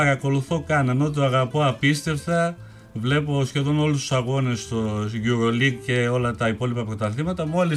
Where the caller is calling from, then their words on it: Vrysella, Epirus, Greece; εμείς που είμαστε και από Φιλιάτες. Εγώ είμαι από ένα χωριό Βρυσέλα Φιλιατών